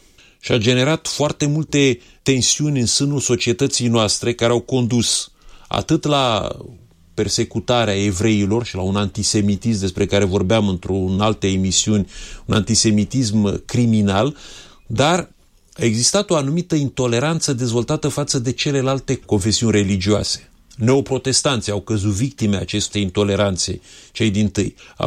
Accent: Romania; noi ca români

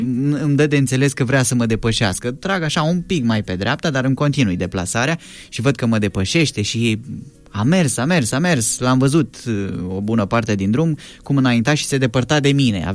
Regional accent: Iași, Iași County, Romania; eu sunt de la Iași

